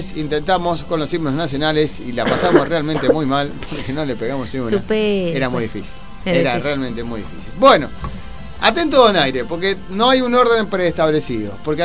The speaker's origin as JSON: {"language": "Spanish", "country": "Argentina"}